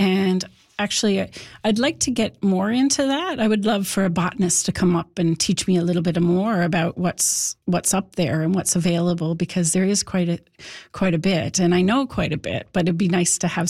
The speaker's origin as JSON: {"language": "English", "town": "St. Anthony", "region": "Newfoundland and Labrador", "country": "Canada", "tie": "born or raised there", "said": "When I grew up in St. Anthony, and we would drive. It would take 2 hours to get to Lancemeadows from St. Anthony because it was a dirt road I was a child."}